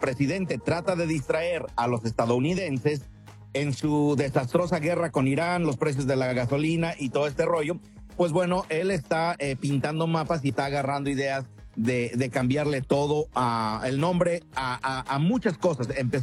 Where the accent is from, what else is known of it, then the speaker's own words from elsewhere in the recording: Mexico; a nosotros como mexicanos eso no nos gusta